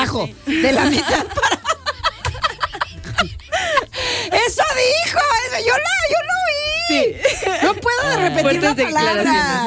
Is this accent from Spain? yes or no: no; Guadalajara, Jalisco, Mexico; Pero yo soy de Guadalajara, novia de Guadalajara.